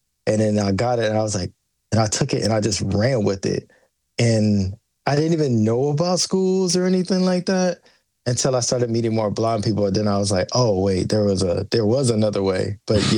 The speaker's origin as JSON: {"language": "English", "region": "Georgia", "country": "United States", "tie": "born or raised there", "said": "me and my friends, especially growing up in Georgia, we have woods, a lot of woods everywhere."}